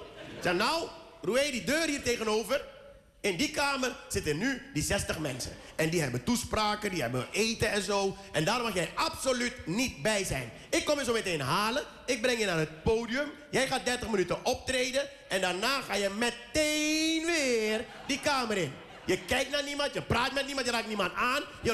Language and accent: Dutch; Amsterdam, North Holland, Netherlands; Ik kom uit Amsterdam-West. Alles in Wassenaar is voor mij een kasteel.